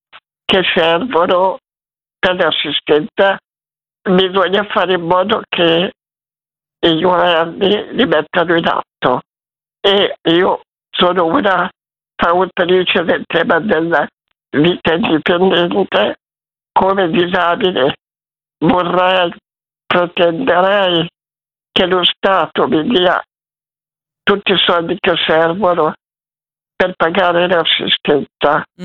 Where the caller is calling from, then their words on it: Como, Lombardy, Italy; Sono di Como.